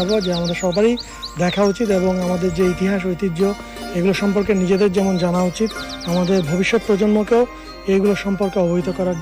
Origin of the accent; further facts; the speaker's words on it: Tangail, Dhaka Division, Bangladesh; আমরা টাঙ্গাইল থেকে এসেছি।